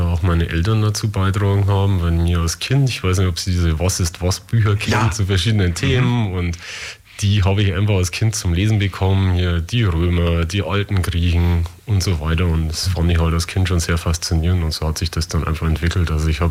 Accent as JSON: {"language": "German", "region": "Bavaria", "country": "Germany", "moved": "yes", "lives_now": "Ulm, Germany", "said": "komme ich nicht aus Ulm, sondern aus Bayern, genauer gesagt aus Niederbayern"}